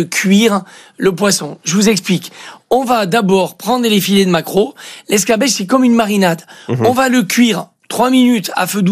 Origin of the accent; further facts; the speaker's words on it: Switzerland; Moi non plus, oui, mais parce que moi, vous savez, moi je suis suisse.